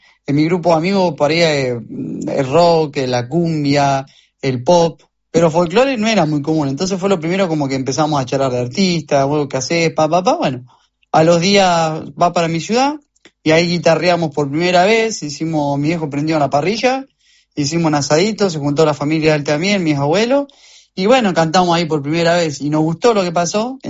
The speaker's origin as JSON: {"language": "Spanish", "town": "San Pedro", "region": "Buenos Aires Province", "country": "Argentina", "said": "yo soy de San Pedro."}